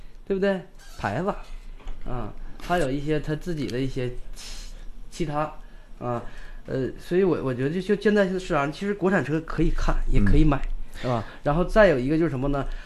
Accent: Northeast China, China; 我觉得作为东北人吧

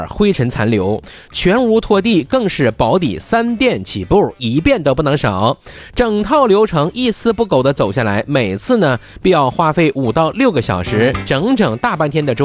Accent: Harbin, Heilongjiang, China; 再次欢迎朋友们来到我们的家乡哈尔滨。

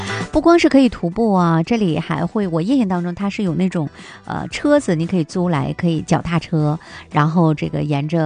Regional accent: Harbin, Heilongjiang, China; 在我们的家乡哈尔滨

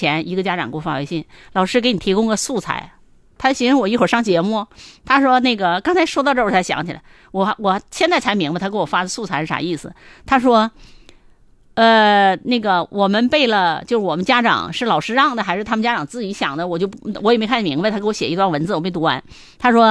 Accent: Harbin, Heilongjiang, China; 就写我的家乡的美，比如咱写哈尔滨美

